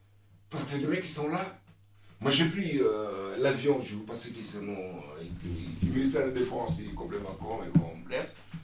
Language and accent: French; Senegal; Regardez, moi je suis Sénégalais, j'ai de la famille en Afrique.